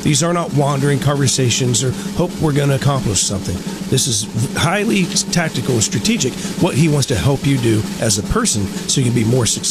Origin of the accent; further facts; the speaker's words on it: Midwest, United States; I'm from Midwest